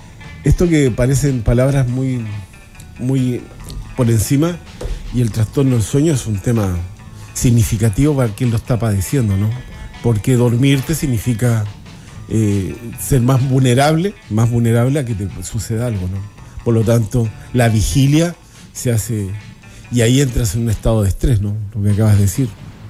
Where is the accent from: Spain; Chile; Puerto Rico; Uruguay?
Chile; nosotros tenemos como chilenos